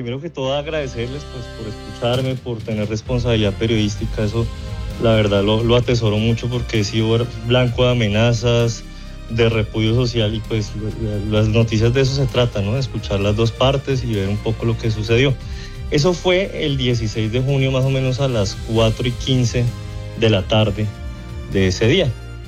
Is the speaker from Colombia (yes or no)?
yes; Bogotá, Colombia; now in Ibagué, Colombia; yo no soy de Ibagué, yo soy de Bogotá. Yo llegué acá